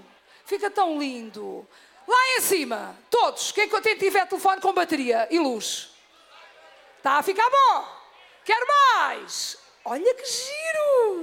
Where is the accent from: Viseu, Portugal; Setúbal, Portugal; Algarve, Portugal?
Setúbal, Portugal; Pegões Velhos; Santo Isidro de Pegões, isso é agora, meu querido, porque Pegões Velhos é a minha terra.